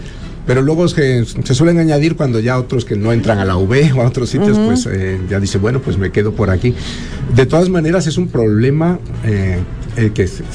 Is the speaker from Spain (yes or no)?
yes; Spain; Sí, yo soy de origen español y España es uno de los países más viejos.